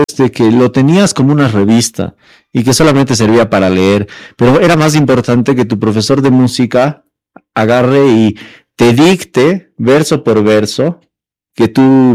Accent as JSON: {"language": "Spanish", "country": "Bolivia", "said": "porque somos bolivianos"}